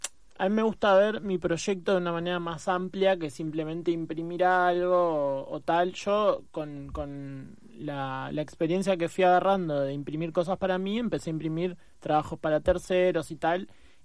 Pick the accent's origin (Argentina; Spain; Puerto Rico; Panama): Argentina; San Francisco Solano, Buenos Aires Province; hace unos cuantos años, yo vivía en Solano, soy de Solano, de San Francisco Solano